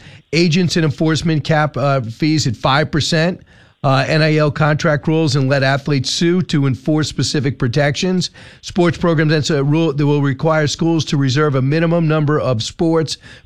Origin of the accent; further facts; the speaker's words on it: Long Island, New York, United States; outside where I grew up in Long Island